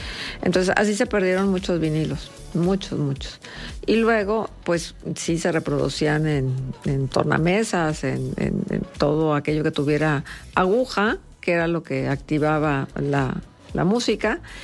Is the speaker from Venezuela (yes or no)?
no; Mexico